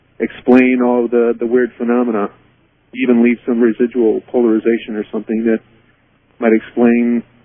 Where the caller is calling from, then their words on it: Sunnyvale, California, United States; Sunnyvale, California.